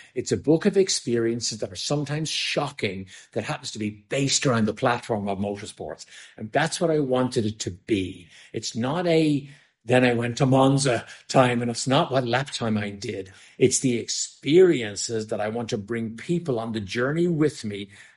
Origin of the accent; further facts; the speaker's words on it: Ireland; now in United States; Oh, very Irish. Oh, definitely an Irishman. Yeah. I have dual citizenship. So I still have my Irish passport and an American passport, but very much Irish all the way through every fiber of my being.